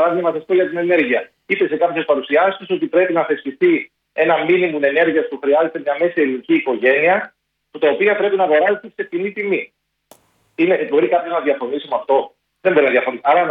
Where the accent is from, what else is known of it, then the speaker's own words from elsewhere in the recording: Thessaloniki, Central Macedonia, Greece; ως Θεσσαλονικιός